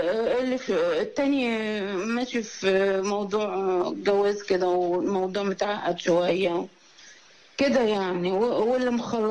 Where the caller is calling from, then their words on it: Ismailia, Ismailia Governorate, Egypt; من اسماعيلية